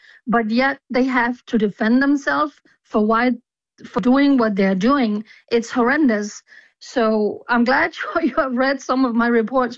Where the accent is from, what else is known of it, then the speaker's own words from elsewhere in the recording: Denmark; I said, I'm from Denmark.